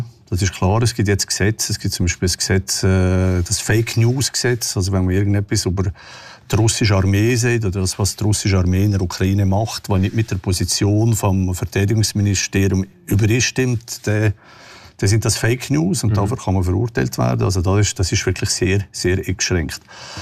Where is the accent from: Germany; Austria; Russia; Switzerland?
Switzerland; ich bin jetzt aus der Schweiz